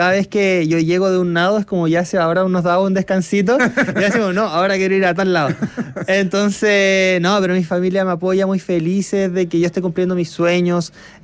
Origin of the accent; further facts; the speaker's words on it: Antofagasta, Chile; Como soy de Antofagasta, siempre hemos estado en el mar